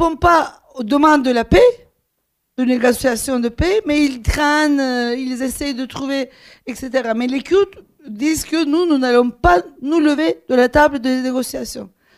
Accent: Turkey; moved away; Moi, quand j'ai quitté la Turquie, au début, je me sentais comme exilée.

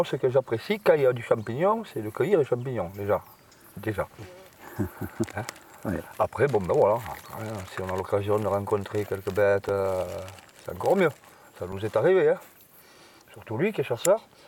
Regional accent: Puyvert, Provence-Alpes-Côte d'Azur, France; Nous, on est de Puyvert. On est à combien? Une demi-heure ici, Philippe?

